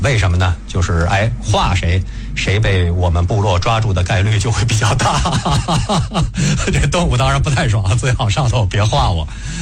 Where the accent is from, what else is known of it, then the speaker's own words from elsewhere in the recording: China; 所以我们中国人的祖训为什么不要涸泽而渔啊？